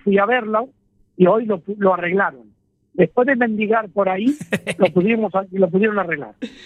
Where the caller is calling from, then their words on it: Asturias, Spain; como soy asturiano